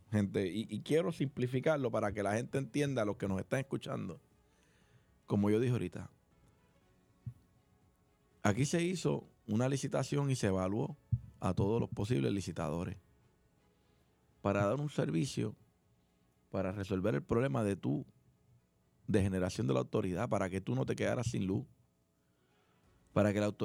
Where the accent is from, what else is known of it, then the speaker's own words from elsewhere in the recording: Puerto Rico; nosotros como puertorriqueños seguimos enfrentando día a día.